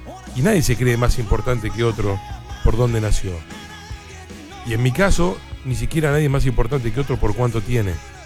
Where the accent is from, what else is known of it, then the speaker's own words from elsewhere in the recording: Buenos Aires, Argentina; accent: porteño; also born or lived in Cipolletti; Yo soy porteño y he pasado veranos enteros en Cipolletti